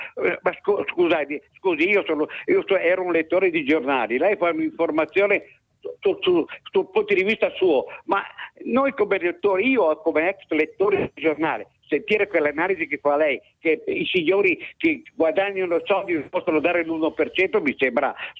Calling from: Milan, Lombardy, Italy; da Milano, ho 81 anni.

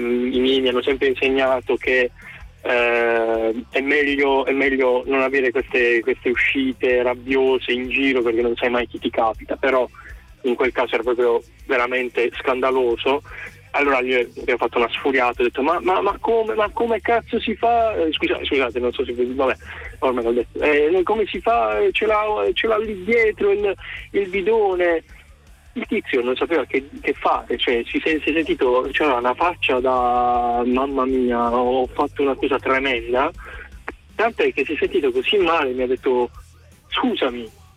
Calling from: Bari, Apulia, Italy; chiamo da Bari, sono un ventottenne e faccio l'informatico nella vita.

